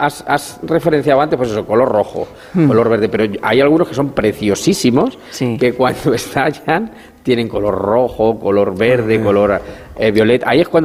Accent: Fernán Caballero, Castilla-La Mancha, Spain; Lo tuve que tirar el año pasado porque porque fui pregonero de mi pueblo, de Fernán Caballero, y me dieron un cigarro.

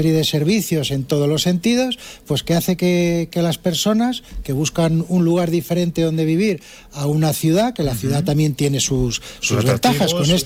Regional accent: Arcas, Castilla-La Mancha, Spain; Yo siempre digo, somos de Arcas, vivimos en Arcas, estamos en Arcas. Y para nosotros Arcas es una localidad, un pueblo, por el volumen de población, aunque sean 2.600, pero seguimos siendo un pueblo.

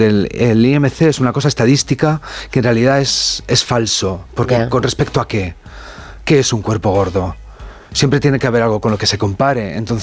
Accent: Valladolid, Castile and León, Spain; yo soy castellano, de Valladolid.

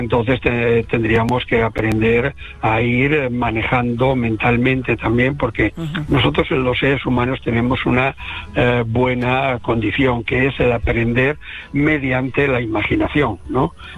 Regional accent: Galicia, Spain; Como buen gallego voy allí.

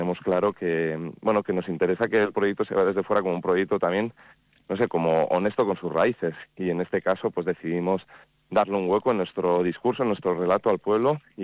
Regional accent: Vitoria-Gasteiz, Basque Country, Spain; born there; Yo soy nacido aquí en Gasteiz y, pues igual en invierno estoy más en Gasteiz, en verano más en Yécora.

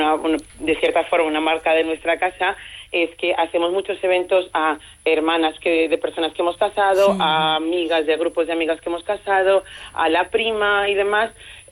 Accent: Arnedo, La Rioja, Spain; born there; also born or lived in Colombia; Yo llegué a Arnedo, estudié allí y posteriormente me fui a Logroño, bueno, me vine a Logroño para ir a la universidad.

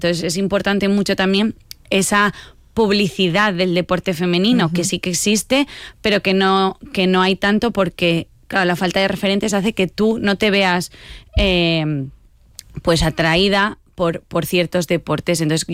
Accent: Gijón, Asturias, Spain; yo soy de la Calzada

